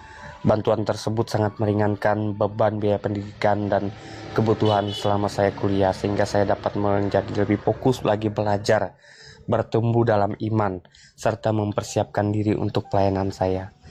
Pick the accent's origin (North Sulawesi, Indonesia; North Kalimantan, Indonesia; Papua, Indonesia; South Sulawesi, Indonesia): North Kalimantan, Indonesia; Asal saya dari Kalimantan Utara, Kabupaten Malinau, tepatnya di Desa Sempua Karot.